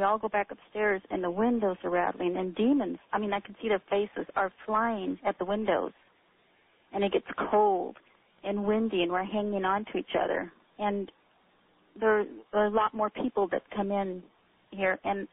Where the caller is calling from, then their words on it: Oregon, United States; Hi, I'm calling from Oregon.